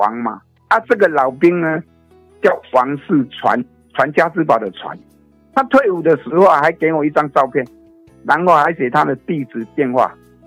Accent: Kinmen County, Taiwan; born or raised there

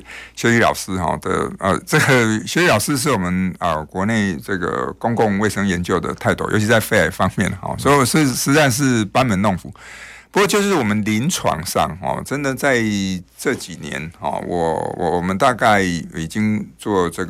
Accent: Taiwan

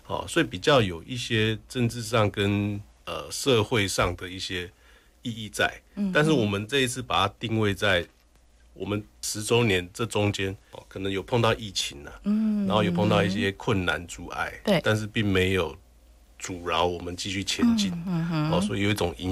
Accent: Yilan County, Taiwan; 我是宜兰人

